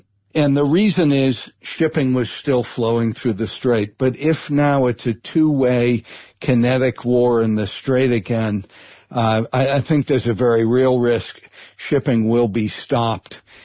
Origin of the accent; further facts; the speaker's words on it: New York, United States; Well, it's, listen, I'm not only a New Yorker, I'm a renter in New York.